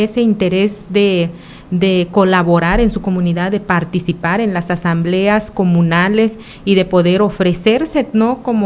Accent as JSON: {"language": "Spanish", "town": "Mesa del Nayar", "region": "Nayarit", "country": "Mexico", "said": "nuestra comunidad, que es Mesa del Nayar"}